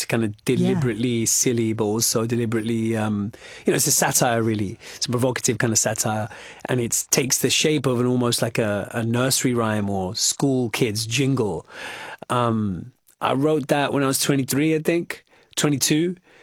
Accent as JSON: {"language": "English", "town": "Wembley", "region": "London", "country": "United Kingdom", "tie": "born or raised there", "said": "So I grew up in in the mid-90s in the UK. I grew up in Wembley."}